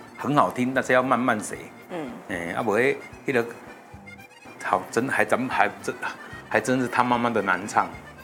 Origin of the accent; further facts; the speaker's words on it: Taiwan; 我们是台湾的平地人，我们不是原住民。